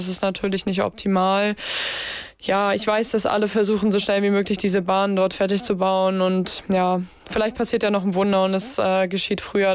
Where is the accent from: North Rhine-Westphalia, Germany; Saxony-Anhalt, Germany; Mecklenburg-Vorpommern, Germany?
Mecklenburg-Vorpommern, Germany; Also zum einen ist es natürlich auch meine Heimat. Ich bin hier zur Schule gegangen, ich fühle mich hier wohl